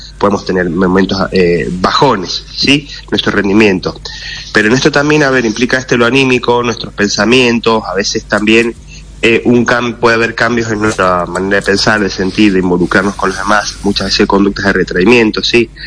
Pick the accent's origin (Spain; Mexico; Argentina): Argentina